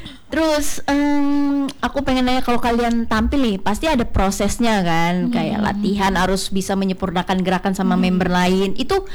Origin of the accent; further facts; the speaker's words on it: Jakarta, Indonesia; Soalnya karena aku dari Jakarta ya, jadi aku tuh sering lihat yang kayak misalnya kalian ada yang cover atau segala macam itu